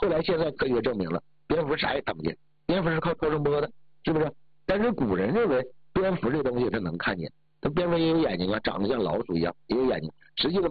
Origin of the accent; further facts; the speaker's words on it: China; 我们都是中国人